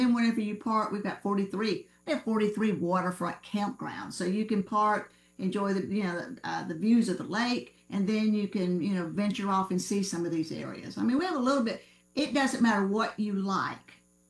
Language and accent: English; Georgia, United States; And, when I moved here back in 2000, I grew up in Georgia, but when I moved here in 2000, it's very quiet.